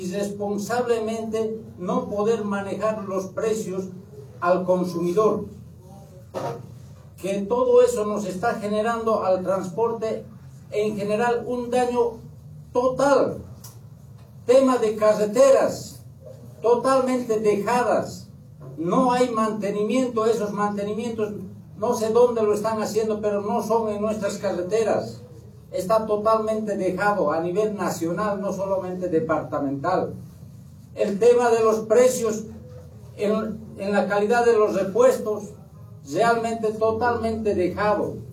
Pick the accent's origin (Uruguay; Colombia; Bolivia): Bolivia; no podemos seguir manejándonos como bolivianos